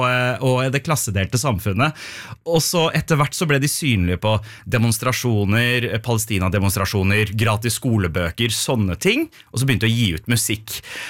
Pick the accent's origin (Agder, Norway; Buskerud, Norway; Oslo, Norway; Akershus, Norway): Oslo, Norway; jeg er to innvandrergutt fra Vestkanten, hva er det de har å melde egentlig?